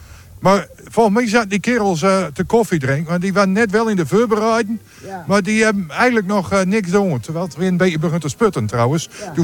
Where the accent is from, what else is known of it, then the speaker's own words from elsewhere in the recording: Netherlands; born there; ik vind Eikamp ook wel mooi. Waar ik geboren ben.